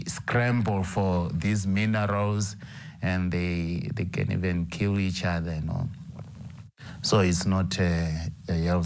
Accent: Gweru, Midlands, Zimbabwe; born there; I was born in Gweru City. My father was working as a soldier in the Air Force of Zimbabwe at Thornhill in Gweru.

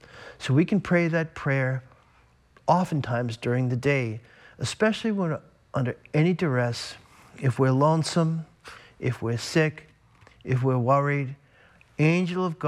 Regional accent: Boston, Massachusetts, United States; I grew up in the Boston area.

